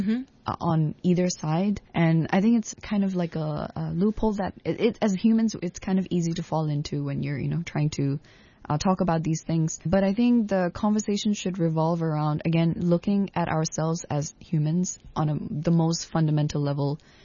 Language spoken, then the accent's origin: English; Hong Kong; growing up in Hong Kong, kind of, you know, holding these bilingual or even trilingual identities, right? All of us speak at least two languages and a little bit of Cantonese as well.